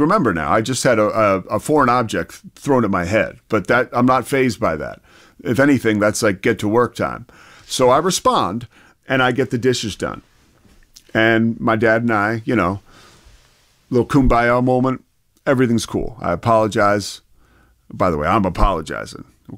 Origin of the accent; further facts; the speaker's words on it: Philadelphia, Pennsylvania, United States; And I'm from Philadelphia, so I thought it was neat that the game was played in Philly.